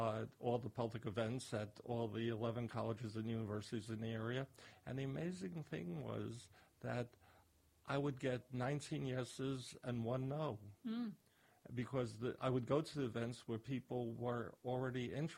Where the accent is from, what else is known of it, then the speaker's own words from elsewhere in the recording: New York City, New York, United States; moved away; also born or lived in Des Moines, Iowa; I grew up in New York City. I graduated in 1971.